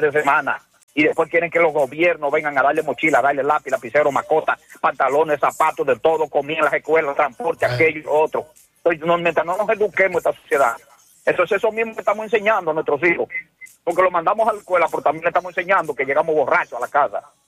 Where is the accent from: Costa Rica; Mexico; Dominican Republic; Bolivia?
Dominican Republic; Moca, Espaillat; buenos días, mi pueblo mocano